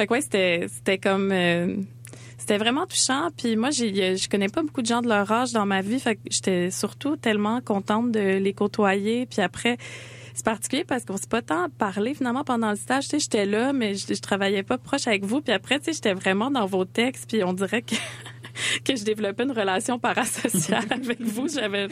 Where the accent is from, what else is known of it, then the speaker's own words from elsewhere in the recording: Sorel, Quebec, Canada; Moi, en plus, je viens de Sorel. J'étais allée à la polyvalente Fernand Lefebvre à Sorel.